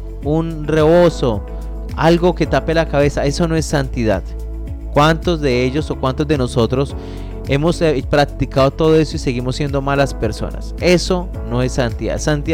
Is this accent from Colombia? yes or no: yes; Colombia